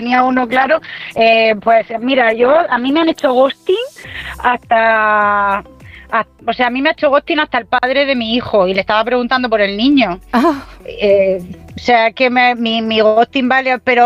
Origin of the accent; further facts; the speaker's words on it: Region of Murcia, Spain; now in Granada, Spain; Pero soy murciana.